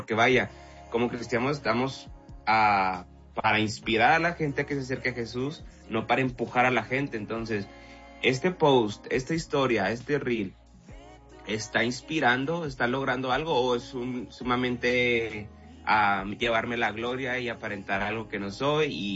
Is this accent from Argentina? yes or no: no; Ciudad Juárez, Chihuahua, Mexico; moved away as an adult; now in El Paso, United States; Yo soy de Ciudad Juárez, y Ciudad Juárez está en frontera con El Paso, Texas